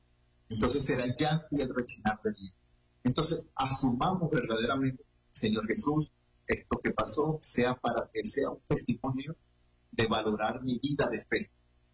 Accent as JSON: {"language": "Spanish", "town": "Caracas", "region": "Capital District", "country": "Venezuela", "said": "Sí, yo soy caraqueño, ¿sí? Soy caraqueño, tengo toda mi familia en La Vega, en Caracas, tengo en el Táchira, ya casi voy a cumplir dentro de un año y tanto. Voy a cumplir 25 años aquí en el Táchira."}